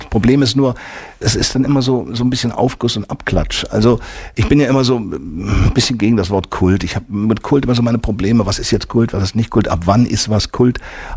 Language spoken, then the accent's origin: German; Berlin, Germany; Aus Kaulsdorf, ja. Ich bin Westen, wa?